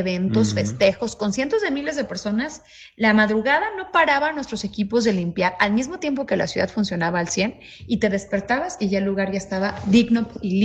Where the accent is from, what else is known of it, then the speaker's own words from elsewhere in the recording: Guadalajara, Jalisco, Mexico; así somos los tapatíos y las tapatías, somos personas orgullosas de nuestra tierra.